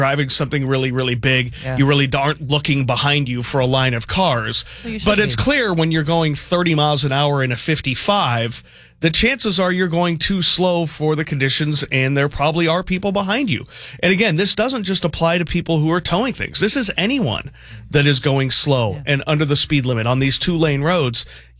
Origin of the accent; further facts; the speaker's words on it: Oregon, United States; now in Washington, United States; I grew up in the Oregon area. Yeah. I took driver's ed in Oregon.